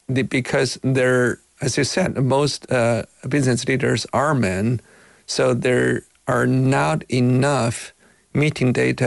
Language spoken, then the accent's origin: English; Beijing, China; English is a second language; now in United States; I'm not a native English speaker myself. I was born in China. I grew up in Beijing. I went to America in 1991. Even after 35 years living in America, I couldn't get rid of my accent.